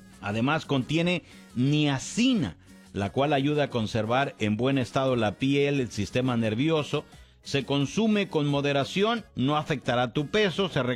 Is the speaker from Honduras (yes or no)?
no; Mexico